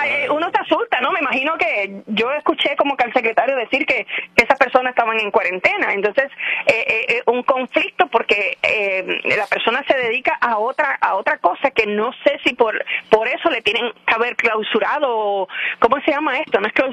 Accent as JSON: {"language": "Spanish", "town": "Cabo Rojo", "country": "Puerto Rico", "tie": "born or raised there", "moved": "yes", "lives_now": "Lajas, Puerto Rico", "said": "Yo soy natural de Cabo Rojo y adoptada en Lajas, pues hace 20 y pico años ya que tengo la finca, 22 años por ahí."}